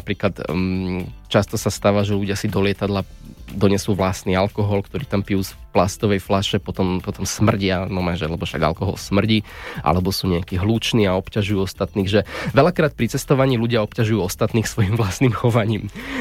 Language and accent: Slovak; Bratislava Region, Slovakia; keď som sa narodil v Bratislave, ale potom sme sa presťahovali na dedinu kúsok od Bratislavy a každé ráno ma vozili do školy.